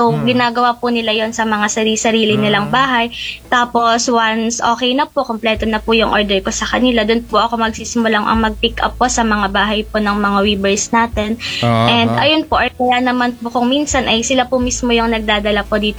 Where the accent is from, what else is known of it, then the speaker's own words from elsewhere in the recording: Cavinti, Calabarzon, Philippines; yun po yung tinatawag namin dito sa amin sa Cavinte po na pandan, pandanan.